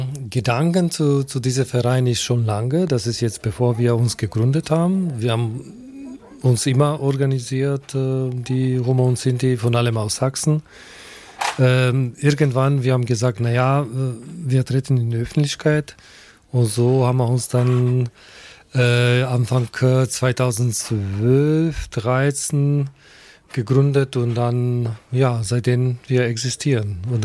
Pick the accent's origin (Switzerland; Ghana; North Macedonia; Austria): North Macedonia; now in Germany; Noch in meiner Heimatstadt, in Mazedonien, in Ex-Jugoslawien, wir haben dann auch so welche Festivals gemacht.